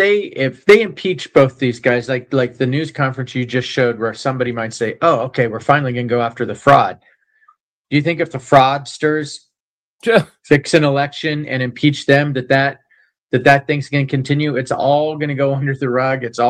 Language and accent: English; Tennessee, United States; You're not doing that in my hometown here in Tennessee.